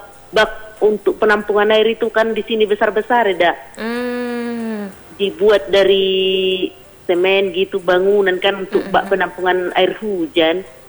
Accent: North Sumatra, Indonesia; born there; now in Ronggur Nihuta, Samosir, Indonesia; kalau di tempat kelahiranku di Samosir juga, tapi udah apa? Kalau di sana melimpah airnya.

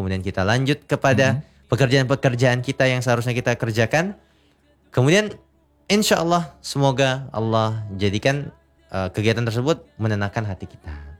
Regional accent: Rengat, Riau, Indonesia; di kampung kami di Rengat Indragiri Hulu

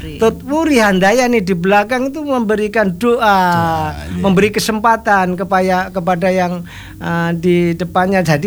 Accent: Java, Indonesia; Kita asal kita dari Jawa

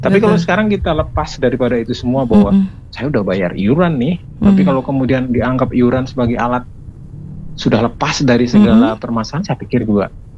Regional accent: Bandung, West Java, Indonesia; kita itu adalah warga Kota Bandung yang cinta keberagaman

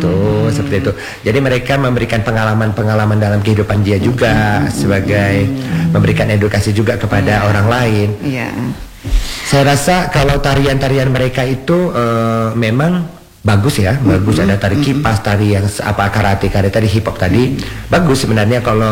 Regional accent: Aceh, Indonesia; kita Gayo itu harus bangga dengan identitas kita.

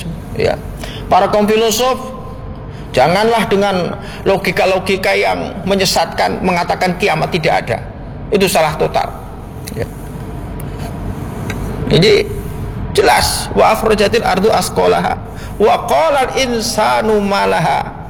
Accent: Klaten, Central Java, Indonesia; Saya ini dari Klaten yang masuk wilayah Solo. Yang mana yang kita ini kami, kampung kami ini sangat dekat dengan Gunung Merapi

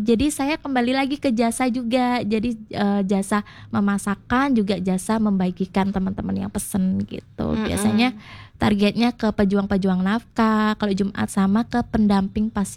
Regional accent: Surabaya, East Java, Indonesia; kita warga Surabaya

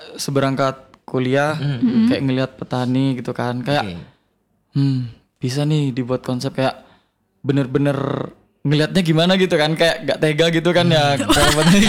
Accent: West Kalimantan, Indonesia; Dari dari Kalimantan Barat

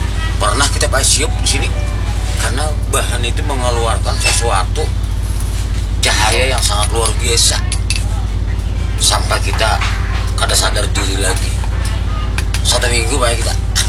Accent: South Kalimantan, Indonesia; Tapi kalau kita orang Banjar, anda khas orang kita Banjar, artinya urang-urangnya aja yang terpanjang tuh.

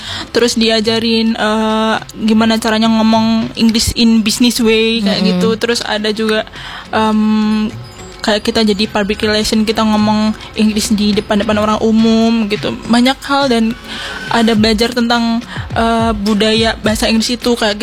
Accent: Java, Indonesia; accent: medok (Javanese); logatnya aku ikutin walaupun masih ada medok-medoknya.

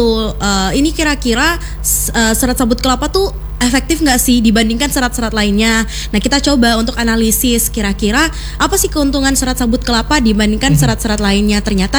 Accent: Makassar, South Sulawesi, Indonesia; Terus kalau aku dari Makassar, asli Makassar.

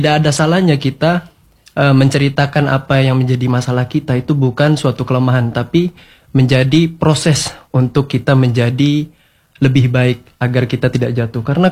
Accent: West Sumatra, Indonesia; now in Sumba, Indonesia; saya dari Sumatera Barat.

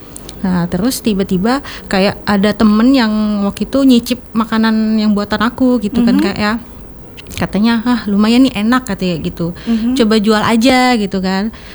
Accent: Palembang, South Sumatra, Indonesia; Saya tinggal di Palembang, udah dari kecil gitu.

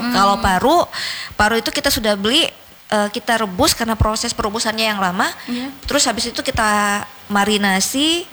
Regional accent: South Sulawesi, Indonesia; Iya, saya Bugis.

